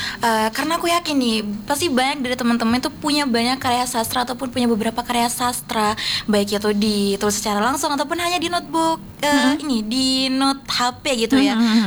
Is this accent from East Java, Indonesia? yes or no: yes; Probolinggo, East Java, Indonesia; now in Jember, Indonesia; Kalau aku sendiri aku dari Probolinggo.